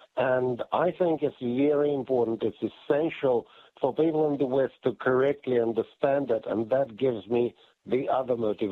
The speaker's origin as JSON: {"language": "English", "region": "Kyiv", "country": "Ukraine", "tie": "born or raised there", "moved": "as an adult", "lives_now": "New Zealand", "said": "I was born in Kiev, which is the capital of Ukraine. I grew up there, I lived there till I was 29, and it's still an essential part of my life, even though, I've been living abroad for quite a while."}